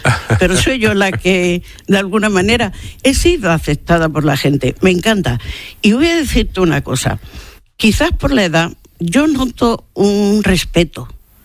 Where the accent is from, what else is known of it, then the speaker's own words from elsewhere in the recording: Andalusia, Spain; Y toco madera como buena andaluza, no lo he sufrido.